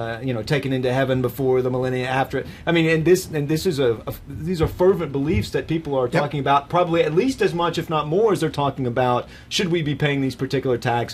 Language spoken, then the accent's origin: English; the South, United States; as a Southerner who came out of a Calvinist tradition